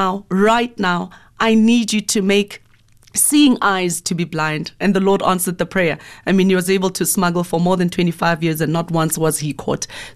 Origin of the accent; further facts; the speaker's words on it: Johannesburg, Gauteng, South Africa; And I was born and bred in Johannesburg. I've lived here for 34 years by God's grace.